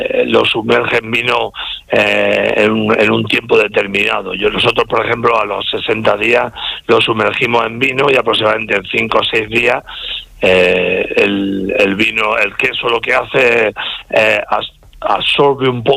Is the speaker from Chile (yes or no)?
no; Calasparra, Region of Murcia, Spain; yo soy de Calasparra, de la zona de Caravaca, entonces hay algunas charcuterías que tienen el producto